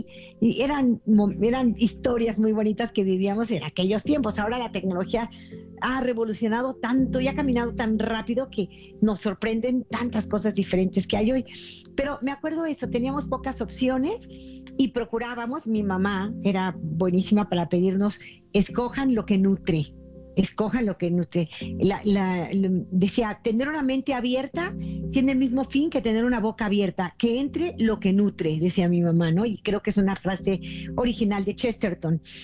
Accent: Mexico; Cuando yo era chiquita, teníamos primero 2 canales, el 2 y el 5 en mi país.

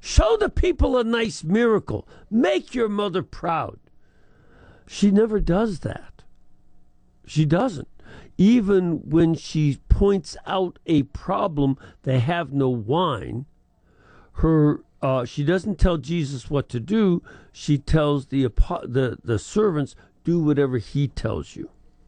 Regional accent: Chicago, Illinois, United States; it helps me as a Chicagoan to understand it.

